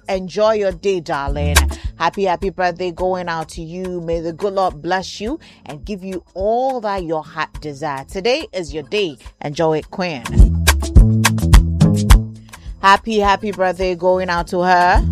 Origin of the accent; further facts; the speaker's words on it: Cape Coast, Central Region, Ghana; And also the fact that we are from Ghana, we are from Cape Coast, and we are from Central Region.